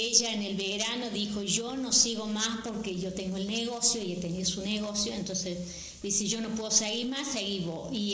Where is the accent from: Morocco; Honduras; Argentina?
Argentina; Alto Corral; Mira, yo soy nativa de acá, de Alto Corral, así que... porque mis padres vivían acá y yo también, y en ningún momento me fui a ningún lado. Me quedé viví acá